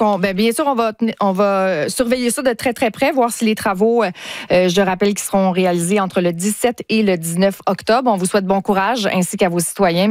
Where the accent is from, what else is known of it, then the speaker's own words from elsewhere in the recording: Canada; Ça a même fait son chemin ici chez nous au Canada.